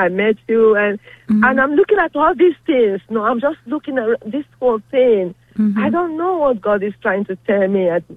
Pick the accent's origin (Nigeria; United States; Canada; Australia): Nigeria; I'm Nigerian, you know, and mm-hmm. My mother is back home in my country with dementia.